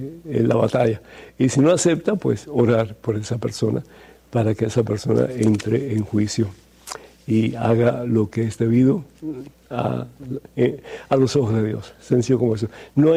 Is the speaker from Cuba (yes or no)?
yes; Cuba; Yo soy de Cuba originalmente.